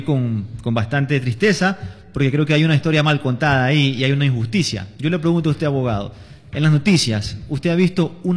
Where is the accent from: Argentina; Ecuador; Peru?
Ecuador; Manta, Manabí; yo soy de Manta. Manta, ¿y dónde está Manta? Yo les digo, mira, es un puerto